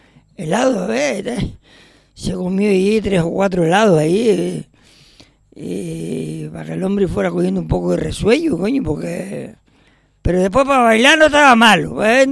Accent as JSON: {"language": "Spanish", "region": "Canary Islands", "country": "Spain", "tie": "born there", "said": "cuando me tuvo a mí, allá abajo en el San Martín, en el Hospital San Martín, de los pocos que había en aquella época, porque 60 años, bueno, 61"}